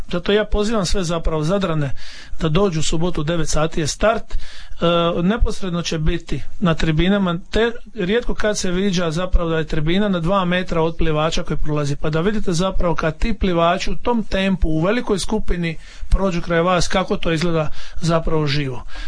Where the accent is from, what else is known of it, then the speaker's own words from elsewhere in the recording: Croatia; znamo da smo mi kao Hrvati dobri domaćini organizatori